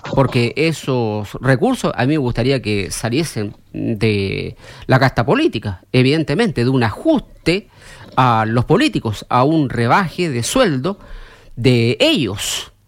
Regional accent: Chile

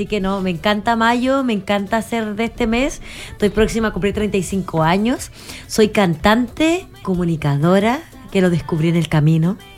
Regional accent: Iquique, Tarapacá, Chile; soy iquiqueña, estoy próxima a cumplir 35 años.

